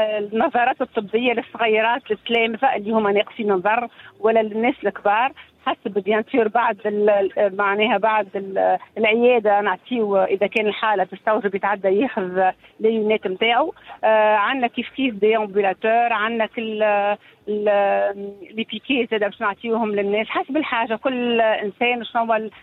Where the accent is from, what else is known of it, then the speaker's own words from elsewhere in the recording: Tunisia; نحبوا احنا الأوبجيكتيف متاعنا نوريه اللي رانا احنا ولاد تونس عندهم معناها الحب فعل الخير وأداء الواجب